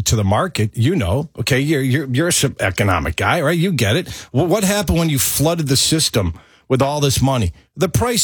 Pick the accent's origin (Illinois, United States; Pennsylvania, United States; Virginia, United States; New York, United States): New York, United States; New York City; that's a proper way to say Florida because I'm from Brooklyn, by the way.